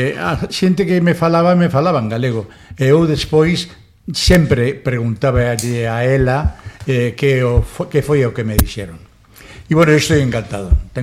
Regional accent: Madrid, Community of Madrid, Spain; now in Ferrol, Spain; son de Madrid, aunque en Madrid eu viví solamente hace 7 años y 52 aquí en Ferrol.

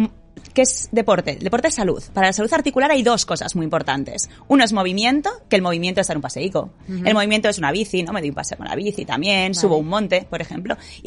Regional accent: Basque Country, Spain; en mi tierra, en el País Vasco

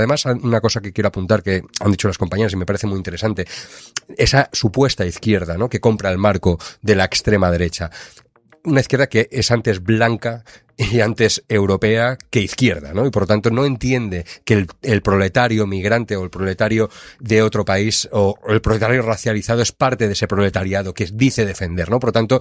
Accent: Valencian Community, Spain; Yo como valenciano

